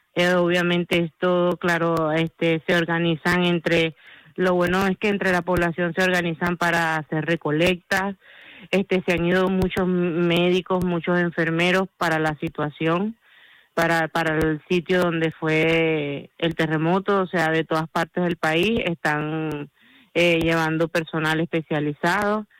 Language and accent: Spanish; Monagas, Venezuela; now in Talavera de la Reina, Spain; Yo soy de la parte de oriente del país, de Monaga. Estoy a 8 horas en carretera de donde fue el devastador terremoto.